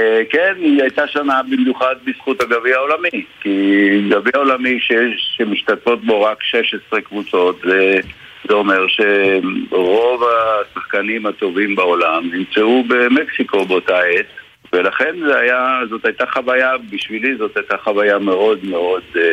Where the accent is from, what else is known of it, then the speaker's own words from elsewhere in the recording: Tel Aviv, Tel Aviv District, Israel; born there; also born or lived in Petah Tikva; הייתי בן 10, ונסעתי לאימון הראשון במכבי תל אביב, כשהייתי בן 10, מרחוב ויצמן 13, לשם עברנו מפתח תקווה